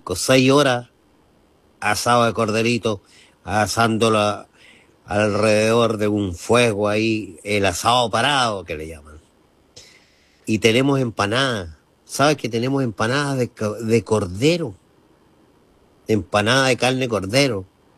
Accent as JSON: {"language": "Spanish", "region": "Los Ríos", "country": "Chile", "said": "digámosle como le decíamos en Ranco."}